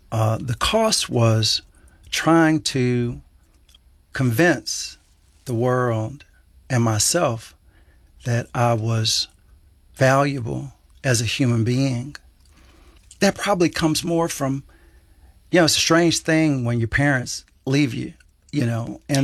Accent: Dallas, Texas, United States; Well, I went to Texas. I went back to Texas. I went to Austin. I'm from Dallas. And so I had two friends in Austin.

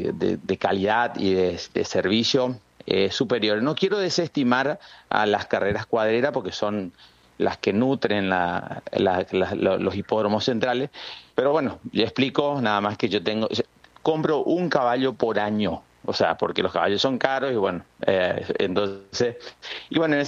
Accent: Corrientes, Argentina; yo soy propietario de Corrientes, somos de Corrientes y cuidamos allá en Buenos Aires

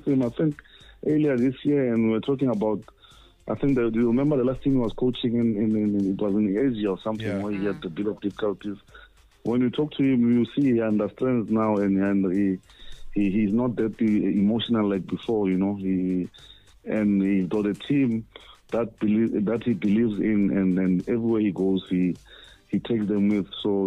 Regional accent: South Africa; as a South African, because, you know, back home here

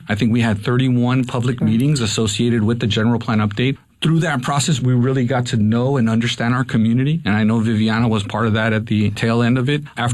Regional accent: Los Angeles, California, United States; Growing up in the Pico Union area, the city of Los Angeles, I really grew up in an area where we didn't have much.

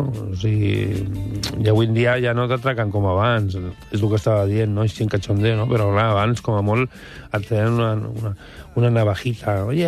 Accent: Barcelona, Catalonia, Spain; born or raised there

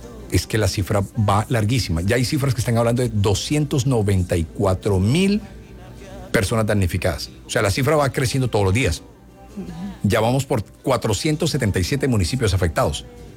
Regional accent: Atlántico, Colombia; Yo no sé si la gente sabe, pero yo soy de Barrio Abajo.

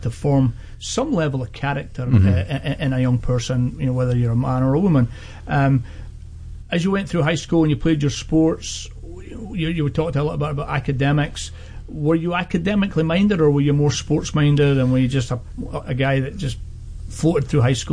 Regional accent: Scotland, United Kingdom; now in Sacramento, United States; my bias as a Scotsman.

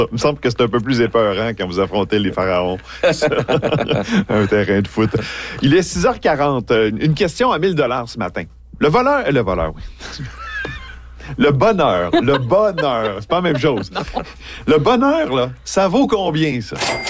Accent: Quebec, Canada; Qu'est-ce qu'on pourrait faire de plus chez nous, au Québec, au Canada

